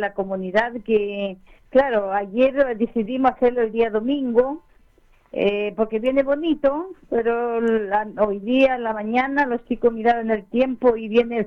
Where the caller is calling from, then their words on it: Chile